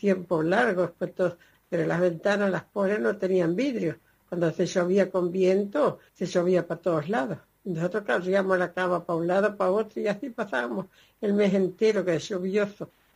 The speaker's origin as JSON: {"language": "Spanish", "town": "Arroyo Barú", "region": "Entre Ríos", "country": "Argentina", "moved": "yes", "said": "era de Arroyo Barú."}